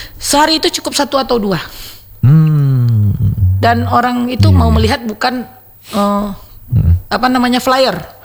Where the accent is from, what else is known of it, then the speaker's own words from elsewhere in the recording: Padang, West Sumatra, Indonesia; Saya besar dan lahir di Parak Laweh.